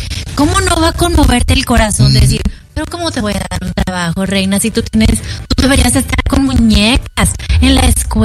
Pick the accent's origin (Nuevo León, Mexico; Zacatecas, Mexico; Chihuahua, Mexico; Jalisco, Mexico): Nuevo León, Mexico; Monterrey; a mí me tocó ver en Monterrey, México, de donde yo soy, niñas chiquititas, pero grandotas, altotas.